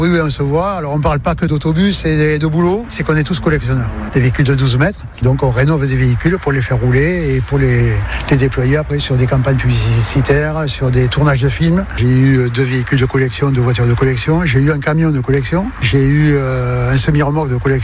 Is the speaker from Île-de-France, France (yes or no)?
no; Bordeaux, Nouvelle-Aquitaine, France; born there; Donc je suis né à Bordeaux il y a une soixantaine d'années.